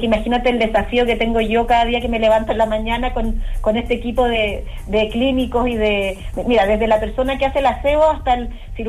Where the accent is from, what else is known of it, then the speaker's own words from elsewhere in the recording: Santiago, Santiago Metropolitan Region, Chile; yo soy de Santiago